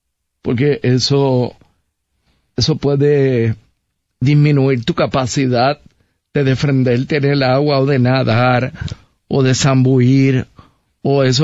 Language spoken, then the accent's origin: Spanish; San Juan, Puerto Rico; yo soy de Santurce, yo he vivido toda mi vida frente a esa costa